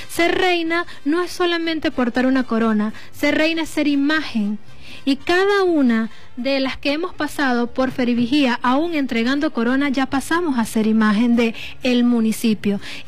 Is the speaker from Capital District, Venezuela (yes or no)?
no; El Vigía, Mérida, Venezuela; gracias a mi pueblo vigiense